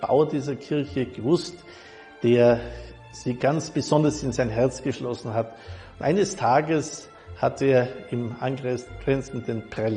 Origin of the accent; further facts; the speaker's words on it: Augsburg, Bavaria, Germany; now in Wies, Germany; Ich bin ein gebürtiger Augsburger